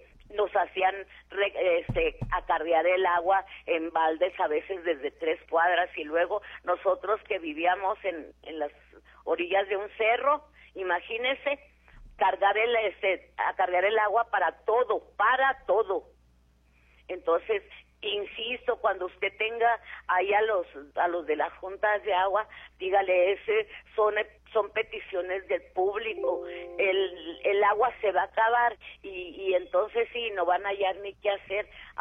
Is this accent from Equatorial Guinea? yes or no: no; Chihuahua, Mexico; born there; moved away; como nací en Chihuahua, tengo la cultura de barrer mi calle.